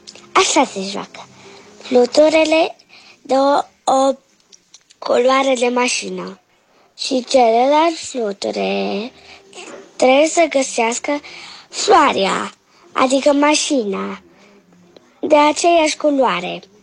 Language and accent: Romanian; Cluj-Napoca, Cluj County, Romania; și am 7 ani și sunt din Cluj.